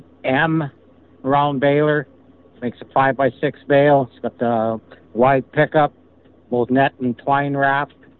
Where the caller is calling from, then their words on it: Fraserwood, Manitoba, Canada; Calling from Fraserwood.